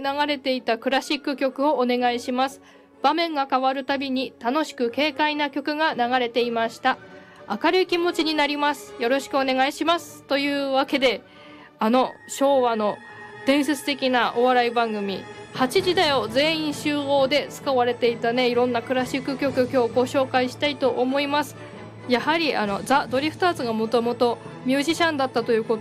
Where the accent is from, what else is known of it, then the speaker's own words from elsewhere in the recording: Hachinohe, Aomori, Japan; 八戸出身ソプラノ歌手